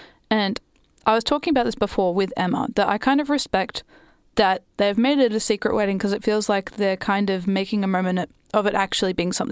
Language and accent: English; Australia; we're Australian